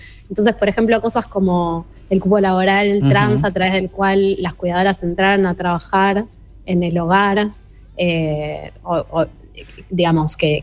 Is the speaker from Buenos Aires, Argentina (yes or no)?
yes; Buenos Aires, Argentina